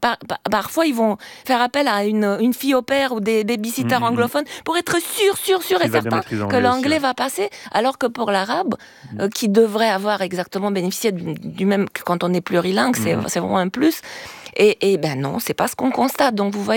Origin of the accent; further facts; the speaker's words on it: Romania; French is a second language; now in France; ça fait super longtemps que je parle aussi le français, ça fait 30 ans que je suis en France, et donc mon accent n'est pas roumain.